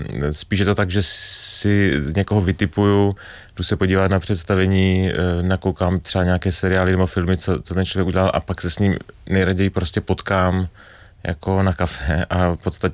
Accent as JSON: {"language": "Czech", "town": "Strážnice", "region": "South Moravian Region", "country": "Czechia", "said": "Lukáš Příkazský, tak ten je taky ze Strážnice, odkud pocházím"}